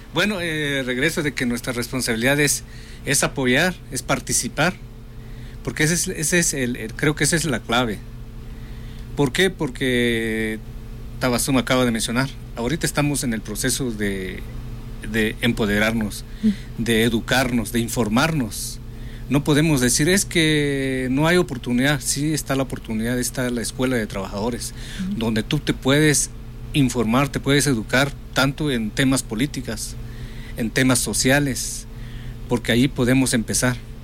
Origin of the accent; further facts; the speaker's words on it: Guatemala; moved away; Yo soy de Guatemala